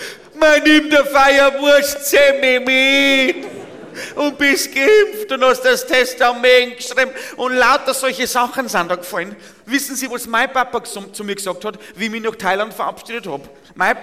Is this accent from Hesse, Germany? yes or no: no; Bavaria, Germany; wie man es bei uns im Bayerischen Wald nicht jeden Tag sieht.